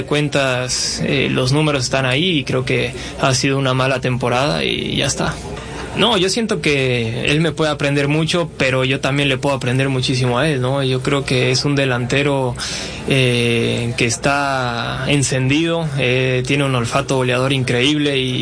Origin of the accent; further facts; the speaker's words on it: Mexico; A ver, somos mexicanos, somos familia